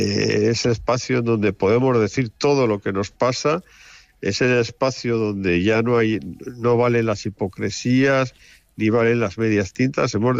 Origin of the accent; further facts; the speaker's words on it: Barbastro, Aragon, Spain; Barbastro